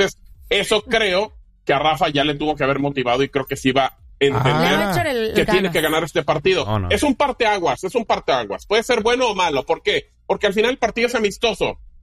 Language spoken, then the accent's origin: Spanish; Mexico; A ver, soy mexicano y me gusta que gane México, pero creo que va a perder.